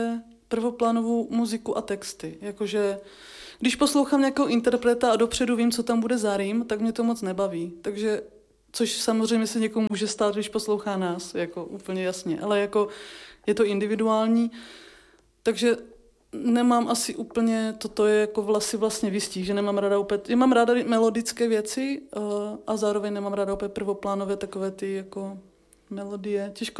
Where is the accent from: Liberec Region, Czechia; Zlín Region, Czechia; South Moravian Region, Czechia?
Zlín Region, Czechia; Zároveň jsme hráli v cymbálovce, oba s bráchou, protože jsme z Valašska.